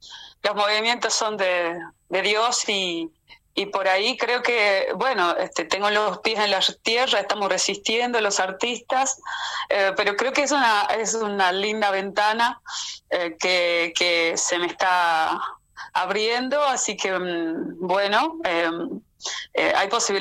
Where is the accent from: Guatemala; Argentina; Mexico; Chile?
Argentina; Cafayate, Salta; Yo soy de Cafayate, así que nos hermanamos con la música, fue hermoso.